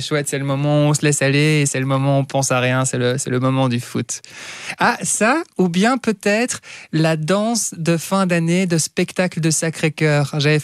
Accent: Woluwe-Saint-Pierre, Brussels-Capital Region, Belgium; Donc je suis un Woluwe Saint-Pétrusien.

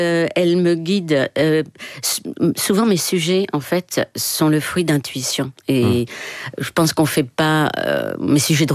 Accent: Morocco; Oui, je décris ce sentiment quand j'étais enfant au Maroc.

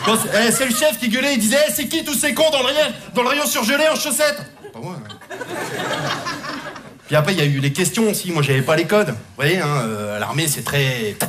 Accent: France; moved away as an adult; now in Belgium

